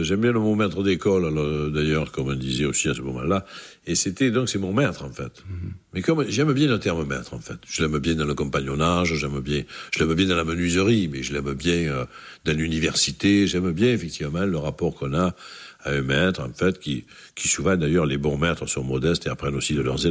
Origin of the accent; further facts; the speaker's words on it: Marseille, Provence-Alpes-Côte d'Azur, France; Et je n'étais même pas marseillais, j'étais de l'Estac, hein, enfin, j'étais de ce quartier-là.